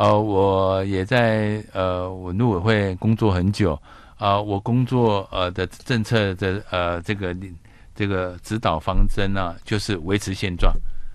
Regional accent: Taiwan; 所以我们台湾人民真的不要受骗上当

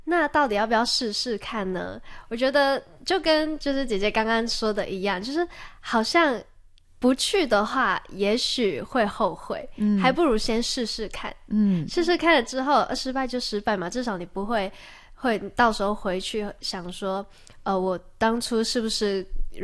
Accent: Hong Kong; moved away as an adult; now in Taiwan; 没错，我是从香港来的。

